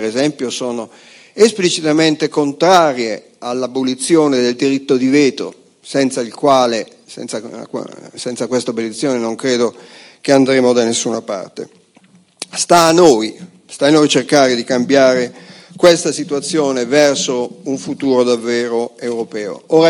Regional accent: Cremona, Lombardy, Italy; io sono di Cremona.

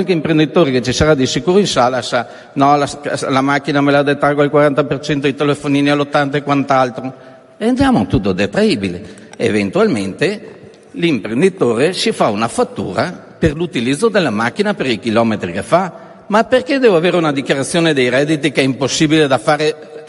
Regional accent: Veneto, Italy; io vengo dal Veneto, noi abbiamo un problema fondamentale nelle regioni di confine.

